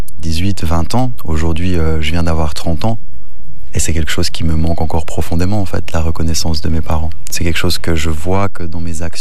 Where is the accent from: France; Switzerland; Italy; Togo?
Switzerland; born there; je suis né en Suisse. Ma famille sont quasiment tous des entrepreneurs suisses